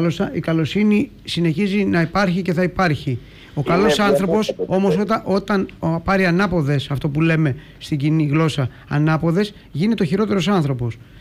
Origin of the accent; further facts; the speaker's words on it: Ikaria, North Aegean, Greece; Εγώ είμαι από την Ικαρία